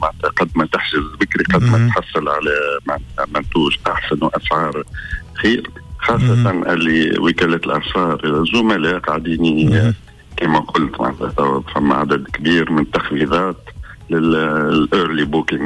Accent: Tunisia

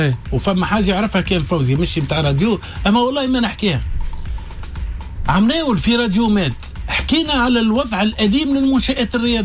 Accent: Tunisia; انا مواطن تونسي

